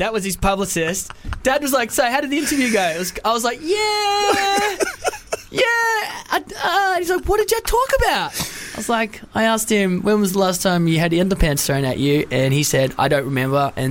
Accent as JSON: {"language": "English", "region": "Wales", "country": "United Kingdom", "tie": "born there", "said": "With my dad, because I was born in Wales. We're all from Wales. I'm the only one in the family, because my two older brothers are Welsh. It's like, I'm the only one that's really taken on the whole, yeah, I'm Welsh and I'm proud."}